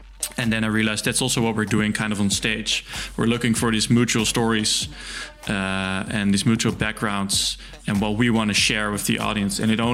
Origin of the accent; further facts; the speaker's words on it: Deventer, Overijssel, Netherlands; And then I got a teacher at the music school in my hometown, Deventer, named Johan Vermeijen.